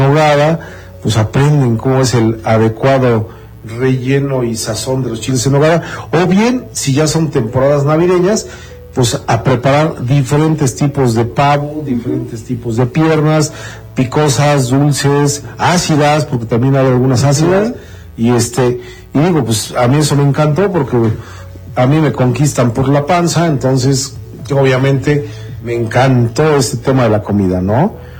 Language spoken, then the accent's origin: Spanish; Mexico; que nosotros como buenos mexicanos, uh-huh, cuando nos aventamos a poner un negocio